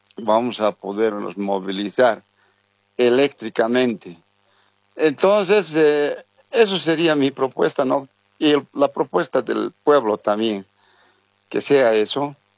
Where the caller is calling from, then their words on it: El Alto, La Paz, Bolivia; de aquí del Alto de la Paz.